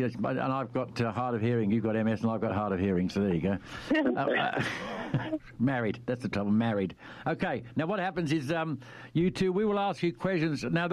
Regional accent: London, United Kingdom; the English countryside, where I spent a lot of time growing up. I was born in London and spent the...

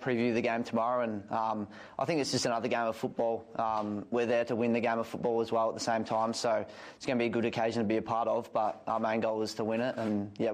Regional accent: Geelong, Victoria, Australia; moved away as an adult; now in Perth, Australia; I wasn't a big fan of Geelong, even though I was from Geelong

